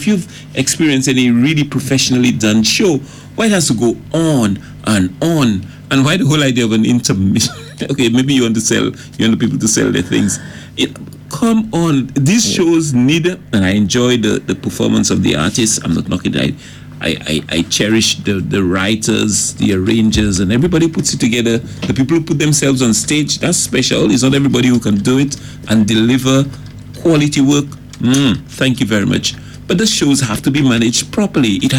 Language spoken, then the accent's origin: English; St. Lucia; It's a drink, strangely, when I'm away from St. Lucia, I say, oh boy, I could have drunk a nice cold malt.